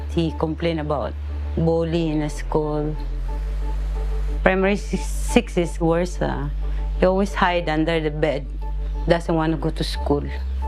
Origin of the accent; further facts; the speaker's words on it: Philippines; moved away as an adult; now in Singapore; I'm from Philippines, 1993. I come into Singapore, work as a domestic helper.